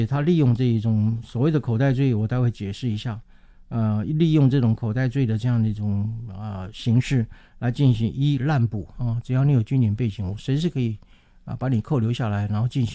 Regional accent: Taiwan; 我们台湾人

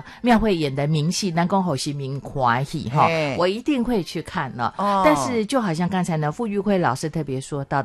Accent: Chiayi, Taiwan; 我嘉义人，

